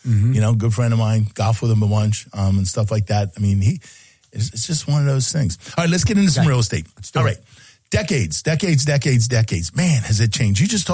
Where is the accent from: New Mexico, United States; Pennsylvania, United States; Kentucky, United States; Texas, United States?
Pennsylvania, United States; Philadelphia; I say, I'm from Philly, the state of Philly.